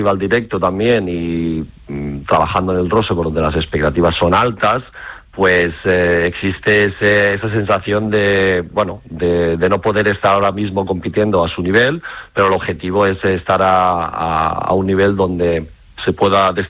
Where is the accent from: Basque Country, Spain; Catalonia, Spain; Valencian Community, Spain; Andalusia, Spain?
Catalonia, Spain; moved away; serán casi 20 años, por lo tanto ya llevo unos cuantos en los países escandinavos. Y todo el que soy catalán, como bien dices